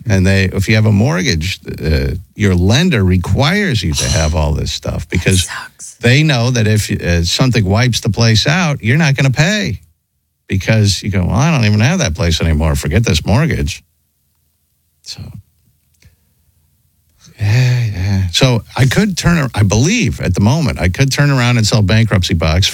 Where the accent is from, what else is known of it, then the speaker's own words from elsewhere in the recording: Santa Rosa, New Mexico, United States; My hometown alone is the number one swimming town. The number one swimming town. How do you get to be the number one swimming town?